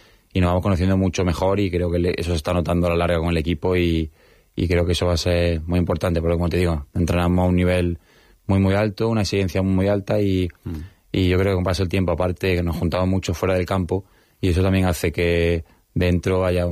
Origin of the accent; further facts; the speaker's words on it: Spain; also born or lived in Argentina; tengo también mucha familia española y si no quiero ganar Argentina, que gane España, que al final es donde me he criado